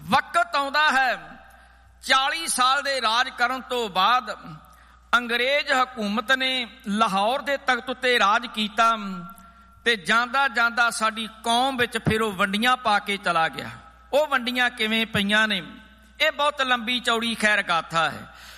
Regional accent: Punjab, India

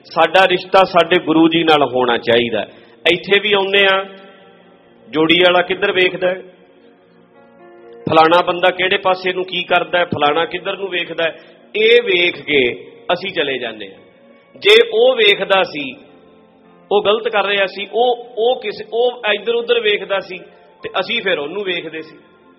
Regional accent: Punjab, India; ਅਸੀਂ ਪੰਜਾਬੀ ਹਾਂ, ਉਹ ਰਹਿਣਾ ਤੇ ਪੰਜਾਬੀ ਹੋਈ ਹੈ

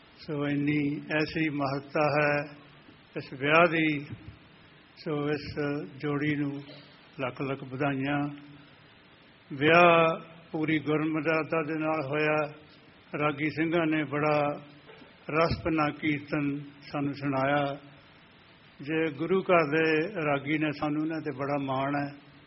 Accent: Punjab, India; ਵੈਸੇ ਤਾਂ ਜਿੰਨੇ ਵੀ ਅਸੀਂ ਪੰਜਾਬੀ ਹਾਂ ਸਾਰਿਆਂ ਨੇ ਮਿਹਨਤ ਕੀਤੀ ਆ

